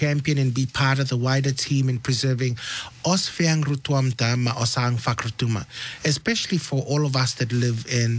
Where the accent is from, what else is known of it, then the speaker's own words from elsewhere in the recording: Rotuma, Fiji; Now, as a Rotuman that lives in the diaspora, you h